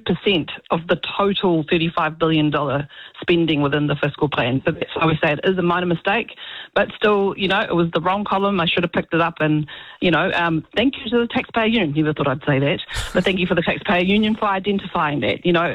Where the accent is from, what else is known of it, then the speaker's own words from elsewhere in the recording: Porirua, Wellington, New Zealand; You know, it's a bit different because I'm from Porirua